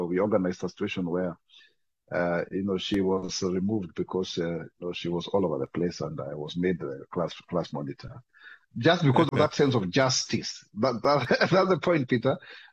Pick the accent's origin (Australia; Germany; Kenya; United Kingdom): Kenya; Kiambu County; When I grew up in Kiambu County, it was called Kiambu District at that point. I was born different. I was born with albinism, the only one in my locality.